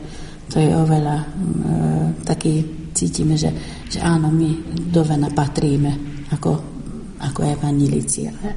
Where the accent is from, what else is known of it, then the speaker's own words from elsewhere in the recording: Tótkomlós, Békés, Hungary; no čak u nás na Komloši, je to Anka, Zuzka, Marka, Alžbeta